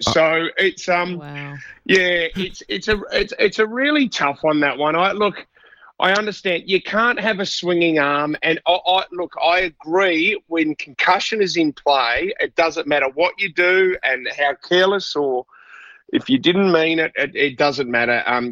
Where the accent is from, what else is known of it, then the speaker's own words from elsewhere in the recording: Adelaide, South Australia, Australia; I mean, God, we're from Adelaide. We're used to the cold.